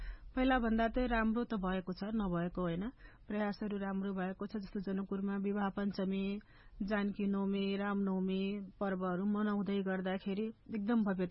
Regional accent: Madhesh Province, Nepal; हाम्रो सबै मधेसको घरमा कुलदेवताको स्थापना भएको हुन्छ।

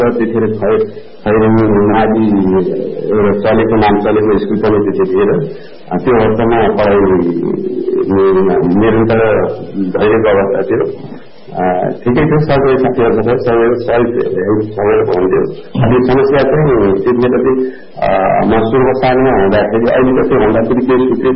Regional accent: Khairahani, Bagmati, Nepal; हजुर, बाल्यकालै चितवनमै भयो। आफ्नै समितामै भयो।

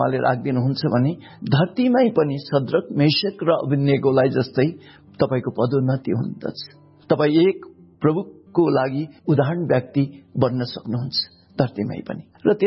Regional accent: Jhapa, Koshi Province, Nepal; moved away as an adult; now in Kathmandu, Nepal; झापा मेरो गृह जिल्ला यानि गाउँमा फर्के पछाडि

